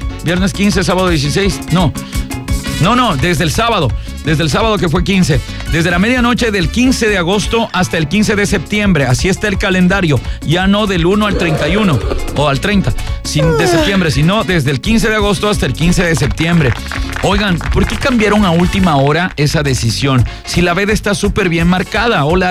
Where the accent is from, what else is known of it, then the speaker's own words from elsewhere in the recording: Baños, Ecuador; en Baños, en mi tierra.